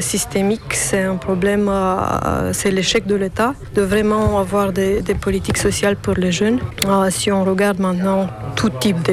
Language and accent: French; Romania; moved away as an adult; also born or lived in Lyon, France / Paris, France; c'était un peu compliqué pour un étudiant roumain de déménager, de partir de la Roumanie.